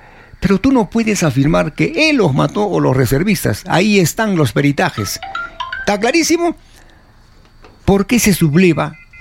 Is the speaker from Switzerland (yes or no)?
no; Peru; Porque no estaba de acuerdo, como muchos peruanos, millones de peruanos, con un gobierno de Toledo que ya terminó saliendo por la tangente. Política entreguista, la entrega de nuestro gas